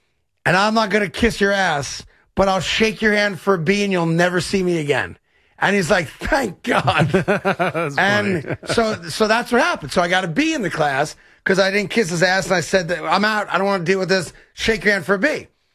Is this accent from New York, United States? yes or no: yes; Bronx, New York, United States; That's not exactly where I grew up in the Bronx. I was in a tougher neighborhood referred to as Riverdale.